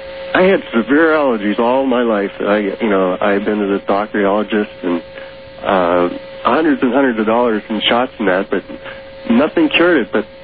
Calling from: Ohio, United States

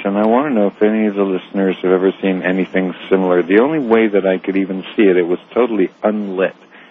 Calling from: Tampa, Florida, United States; I'm calling from Tampa Bay, Florida.

